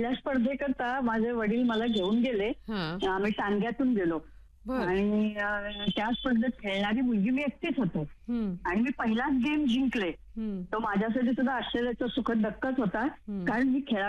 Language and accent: Marathi; Sangli, Maharashtra, India; मी मूळची सांगलीची बरं का, तर सांगलीमध्ये म्हणजे तसं थोडंसं बुद्धिबळाचं वातावरण पण होतं